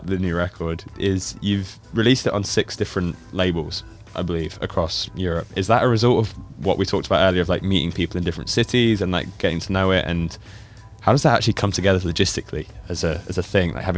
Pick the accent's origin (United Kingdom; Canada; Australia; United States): United Kingdom; now in Netherlands; as a Brit over here